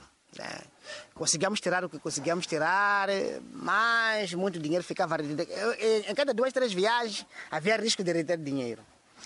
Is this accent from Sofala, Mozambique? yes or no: no; Inhambane, Mozambique; born there; also born or lived in Homoíne / Maxixe; Eu nasci aqui em Umuine, no tempo da guerra, na verdade. No ano de 84, passamos a viver em Bembe. E aí ficamos crescendo.